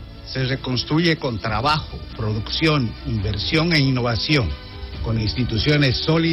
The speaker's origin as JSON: {"language": "Spanish", "country": "Bolivia"}